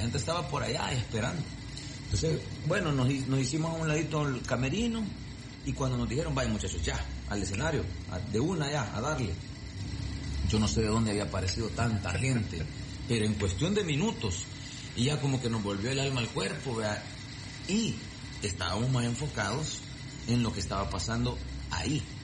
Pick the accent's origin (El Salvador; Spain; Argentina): El Salvador; lo que importa es que somos salvadoreños y que está pasando algo que nos llena de orgullo a todos